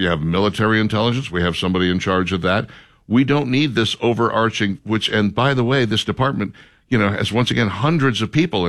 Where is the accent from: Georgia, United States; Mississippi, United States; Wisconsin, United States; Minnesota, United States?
Minnesota, United States; Minnesota, home of the scammer, which I couldn't be prouder of because, you know, it's my home state.